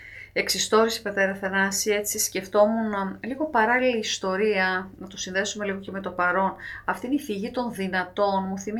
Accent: Greece; also born or lived in Pontus; στην Ελλάδα μάθαμε γράμματα. Στον Πόντο γεννηθήκαμε, αλλά εδώ στην Ελλάδα θα

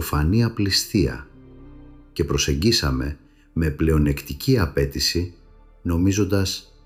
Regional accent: Greece; ως ορθόδοξο κληρικό, το γεγονός ότι η πατρίδα μου, η Ορθόδοξη Ελλάδα, η μόνη για πολλά χρόνια ορθόδοξη χώρα στα πλαίσια της Ευρωπαϊκής Ένωσης

